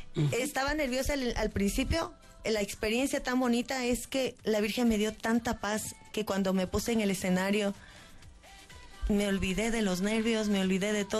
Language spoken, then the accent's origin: Spanish; Imbabura, Ecuador; moved away as an adult; now in Quito, Ecuador; yo soy de Imbabura y en Imbabura me formé. Entonces, de Imbabura ya vine acá y ya estoy 25 años en la capital.